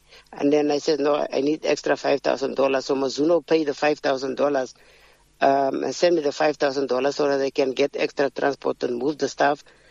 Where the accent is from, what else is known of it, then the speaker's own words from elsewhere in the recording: Northern Cape, South Africa; I'm proud as a South African and from a small town in the Northern Cape in the Republic of South Africa of Prisca, you know, dusty streets, start from a humble beginnings